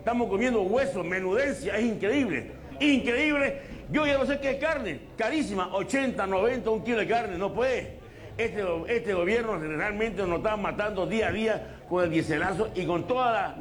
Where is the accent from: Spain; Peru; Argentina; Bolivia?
Bolivia; Santa Cruz; Yo soy de Santa Cruz, represento a todo el norte integrado.